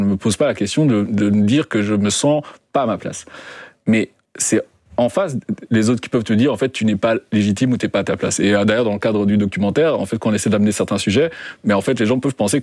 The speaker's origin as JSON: {"language": "French", "country": "Belgium", "tie": "born or raised there"}